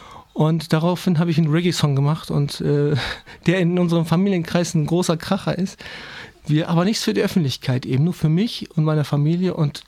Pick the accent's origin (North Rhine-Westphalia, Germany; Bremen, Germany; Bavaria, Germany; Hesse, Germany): Bremen, Germany; born there; Ich komme aus Walle und Bremen und bin hier geboren und bin Deutsch-Türke.